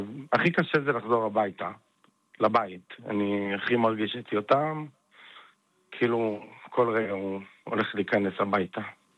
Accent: Kibbutz Gvulot, Southern District, Israel; now in Tel Aviv, Israel; נולדתי וגדלתי באזור, בקיבוץ גבולות, והיום אני בתל אביב. אבל המשפחה שלי עדיין גרה שם

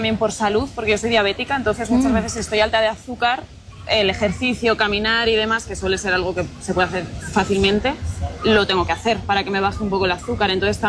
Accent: Segovia, Castile and León, Spain; now in Madrid, Spain; Sí, yo soy de Segovia.

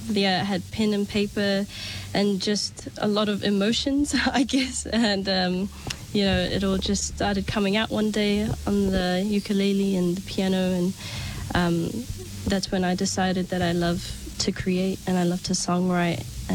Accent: Auckland, New Zealand; my mum was born here in New Zealand in Auckland, and I was also born and raised in West Auckland. that's a bit of my family background.

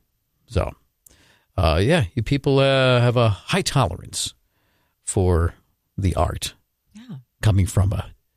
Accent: New England, United States; now in Maine, United States; growing up in New England

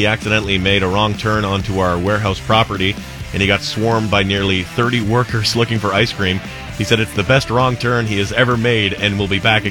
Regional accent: Montreal, Quebec, Canada; I was still living in my hometown of Montreal, and my friend and I drove down the night before.

